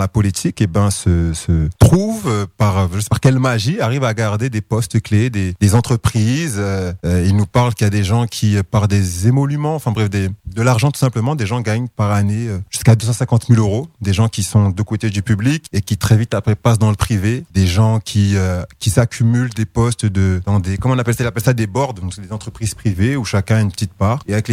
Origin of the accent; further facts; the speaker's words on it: France; j'ai grandi ici, j'ai grandi en France, j'ai 32 ans.